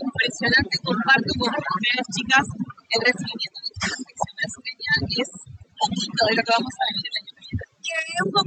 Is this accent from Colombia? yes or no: no; Mexico; yo extraño un poquito que eso suceda en mi país, no sé, en México.